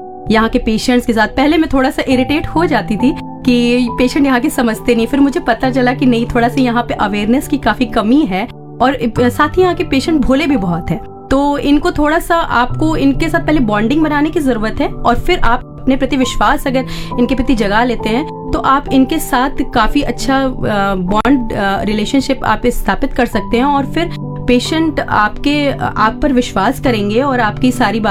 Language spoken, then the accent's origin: Hindi; Gorakhpur, Uttar Pradesh, India; moved away as an adult; also born or lived in Kanpur / Lucknow; now in Gonda, India; मेरी आरंभिक पढ़ाई मेरी गोरखपुर से हुई है, मेरा बचपन गोरखपुर में ही बीता है। मैंने गोरखपुर में कार्मल गर्ल्स इंटर कॉलेज से अपनी 12th तक की पढ़ाई की है।